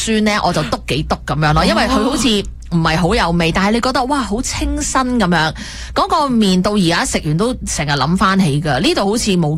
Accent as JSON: {"language": "Cantonese", "country": "Hong Kong", "said": "佢又冇好似我哋香港人笃柠檬咧"}